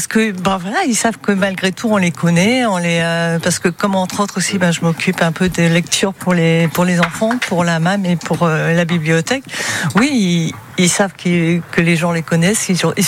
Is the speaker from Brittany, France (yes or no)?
yes; Ouessant, Brittany, France; moved away as an adult; Je suis née à Ouessant.